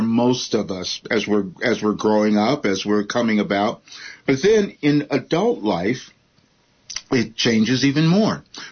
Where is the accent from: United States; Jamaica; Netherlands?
United States; Chicago, Illinois; I'm originally from Chicago, and I, you know, came up in a traditional kind of family